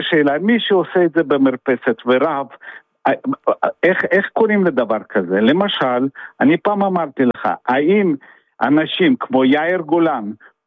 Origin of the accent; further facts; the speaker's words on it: Lithuania; Hebrew is a second language; אני ליטאי. אני יהודי, קודם כל אני יהודי.